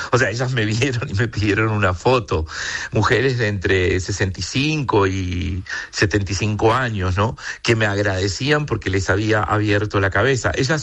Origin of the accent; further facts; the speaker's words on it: La Unión, Los Ríos, Chile; born there; en Valdivia, que es a 80 kilómetros de donde yo nací, en La Unión, porque ahí van a estar todos mis tíos y todos mis primos y los vecinos del barrio